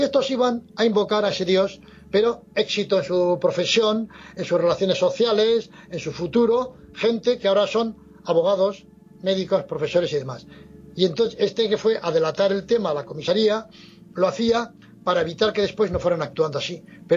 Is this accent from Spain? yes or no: yes; Navarre, Spain; esto ocurrió en mi tierra, por decirlo brevemente, y es que, bueno, yo soy navarro